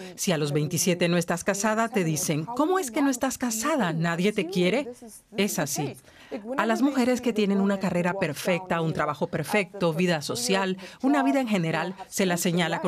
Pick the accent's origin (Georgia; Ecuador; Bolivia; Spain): Georgia; Tbilisi; tengo 19 años, nací y crecí aquí en Tiflis.